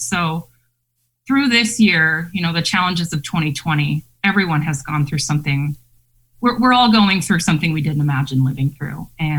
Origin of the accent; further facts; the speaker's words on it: University Place, Washington, United States; born or raised there